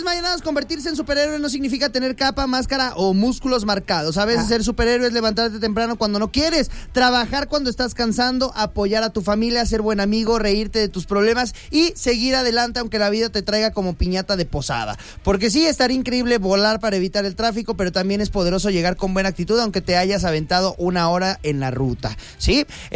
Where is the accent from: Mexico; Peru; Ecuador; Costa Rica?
Mexico; somos mexicanos, carajo